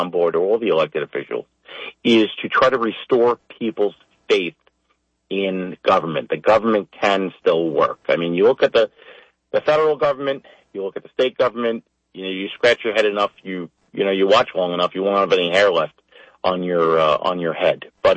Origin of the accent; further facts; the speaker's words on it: Mastic Beach, New York, United States; the community that I grew up in Mastic Beach